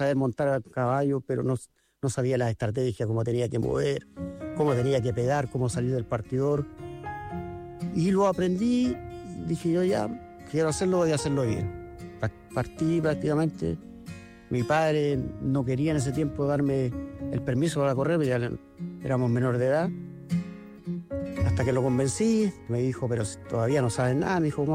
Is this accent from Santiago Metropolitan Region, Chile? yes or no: no; Concepción, Biobío, Chile; Sí, nacimos en Concepción, prácticamente casi al lado del Club Hípico. Mi abuelo tiene en casa... Incluido, yo desde muy niño saltaba la pandereta y caía en el patio de mi casa.